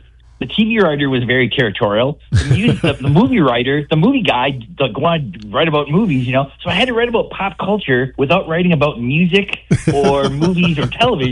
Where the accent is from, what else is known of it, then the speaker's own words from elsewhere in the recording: North Dakota, United States; So I always want to make sure that I say I grew up in North Dakota.